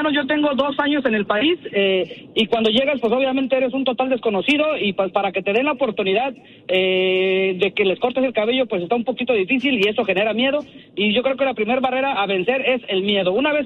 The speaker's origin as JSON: {"language": "Spanish", "town": "Oaxaca de Juárez", "region": "Oaxaca", "country": "Mexico", "said": "Soy de Oaxaca, de Juárez. 100% oaxaqueño y orgullosamente oaxaqueño."}